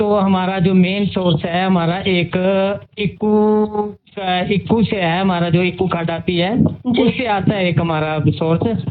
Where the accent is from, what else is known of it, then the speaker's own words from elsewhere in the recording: Himachal Pradesh, India; मैं हूँ बल्ला जदरंग से का रहने वाला हूँ